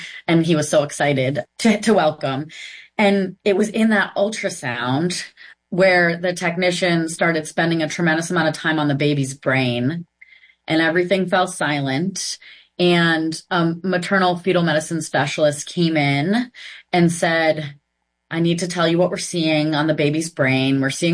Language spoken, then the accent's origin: English; Massachusetts, United States; I grew up in Massachusetts. I worked for a while in New York State.